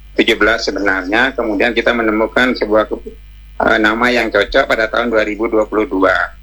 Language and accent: Indonesian; Bali, Indonesia; kita orang Bali